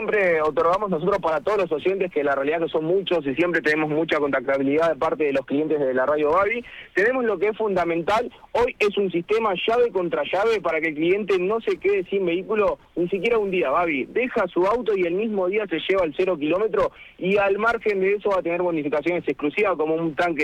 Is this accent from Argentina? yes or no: yes; Pilar, Buenos Aires Province, Argentina; yo soy de Pilar.